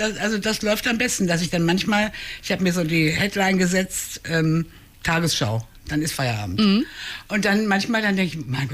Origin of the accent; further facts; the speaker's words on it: Hanover, Lower Saxony, Germany; Ich bin geboren hier in Hannover, in der geboren und aufgewachsen in der Südstadt und lebe auch noch Südstadtbult, also bin nie weg, wollte auch nie weg.